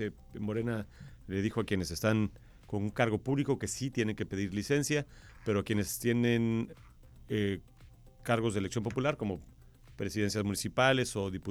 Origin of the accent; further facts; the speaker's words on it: Mexico; born there; Yo nací aquí en este país, no tengo nada que ver con lo que sucedió en el pasado, pero sí tengo que ver con el hecho de que vengo de ahí.